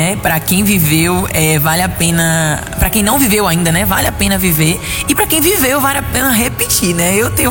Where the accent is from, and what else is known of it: Prado, Bahia, Brazil